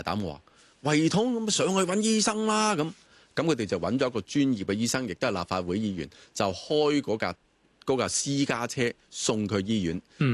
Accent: China; 咁三五五七，我哋中國人裏邊咧就叫做單數

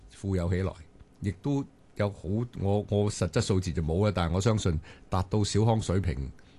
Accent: China; 咁現在今日你問我哋中國人係咪發咗達啊？

